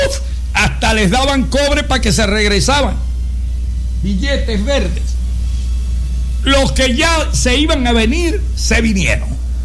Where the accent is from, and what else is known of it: Venezuela